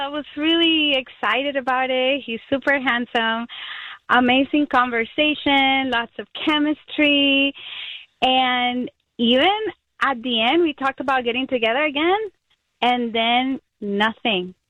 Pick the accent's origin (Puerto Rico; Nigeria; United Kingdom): Puerto Rico; I'm from Puerto Rico.